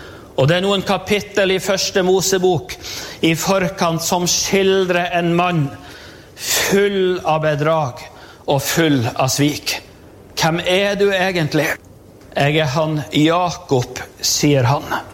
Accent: Målselv, Troms, Norway; som en liten guttunge på skolen hjemme i Målselv.

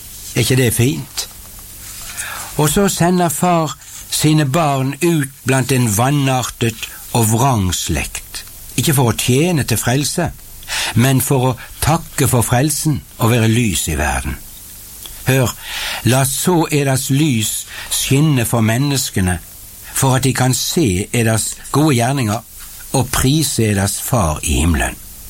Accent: Bergen, Vestland, Norway; utenfor biblioteket hjemme i Bergen

